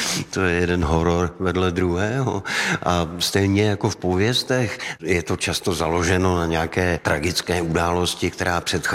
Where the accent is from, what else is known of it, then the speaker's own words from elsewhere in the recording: Olomouc, Olomouc Region, Czechia; jsem ze Severní Moravy, jsem z Olomouce